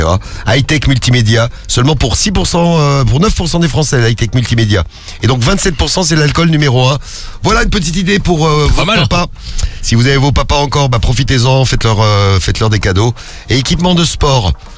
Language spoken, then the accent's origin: French; France; chez nous en France